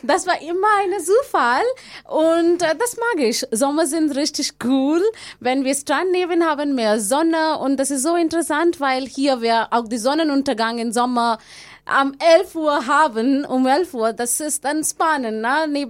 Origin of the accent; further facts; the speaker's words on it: India; now in Germany; So, ich komme ursprünglich von Indien aus, aber ich wohne in Deutschland seit 7 Jahren.